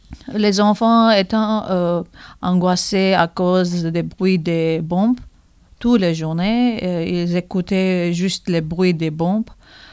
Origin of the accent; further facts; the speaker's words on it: Syria; French is a second language; moved away as an adult; now in France; Je suis arménienne de Syrie. Dans mon pays, j'étais chanteuse. Je suis aujourd'hui installée en France depuis 2023. Je suis réfugiée. Je prends des cours français